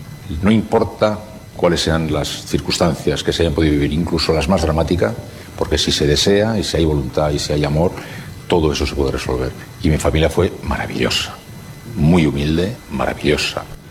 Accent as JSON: {"language": "Spanish", "region": "Basque Country", "country": "Spain", "said": "en mi familia, somos vascos"}